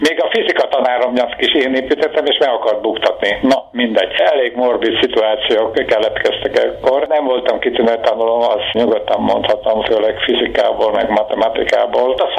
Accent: Békéscsaba, Békés, Hungary; moved away as an adult; now in Szentendre, Hungary; 1939-ben, március 4-én születtem Békés Csabán.

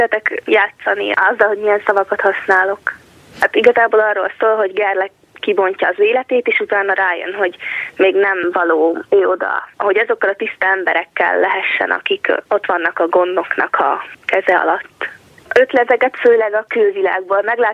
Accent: Kecskemét, Bács-Kiskun, Hungary; born there; Kecskeméten születtem, 11-es tanuló vagyok a Piarista gimnáziumban.

